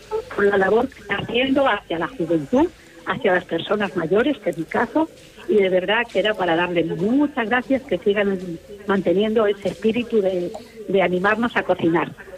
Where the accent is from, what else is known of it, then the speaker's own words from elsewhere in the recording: Casarrubios del Monte, Castilla-La Mancha, Spain; now in Madrid, Spain; de Casarrubio del Monte. Escucharme, aunque llamo de Madrid.